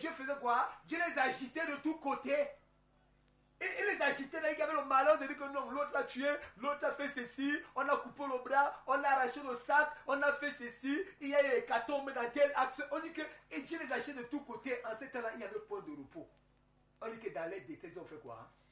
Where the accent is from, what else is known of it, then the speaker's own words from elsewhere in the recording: Cameroon; je suis Camerounais